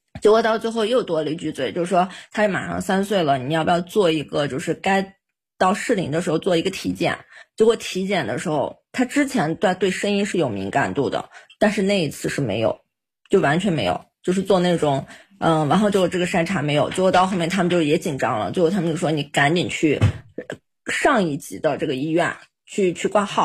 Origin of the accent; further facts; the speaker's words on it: Xinjiang, China; 我是新疆人